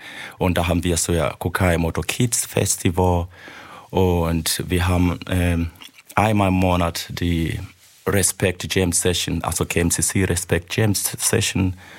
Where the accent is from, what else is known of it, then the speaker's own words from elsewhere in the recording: Chemnitz, Saxony, Germany; Wir kommen aus Chemnitz, Karl-Marx-Stadt.